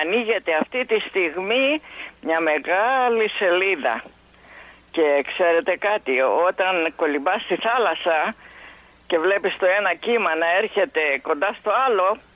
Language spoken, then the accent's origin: Greek; Aigio, West Greece, Greece; moved away; Η πατρίδα μου είναι το Αίγιο. Το σπίτι μας είναι κάπου 500 μέτρα από τη θάλασσα, γι' αυτό την αγαπώ πολύ, και περίπου 20 λεπτά από τον ποταμό το Σελινούντα.